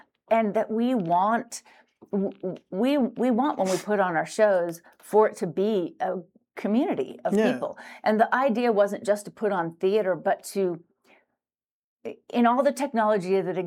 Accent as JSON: {"language": "English", "town": "Glendale", "region": "California", "country": "United States", "tie": "born there", "said": "I was born in Southern California, Glendale, California."}